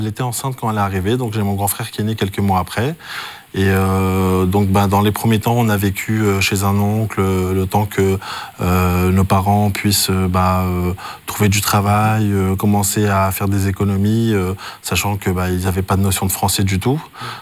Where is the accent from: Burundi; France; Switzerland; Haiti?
France; Moi, j'ai grandi en France.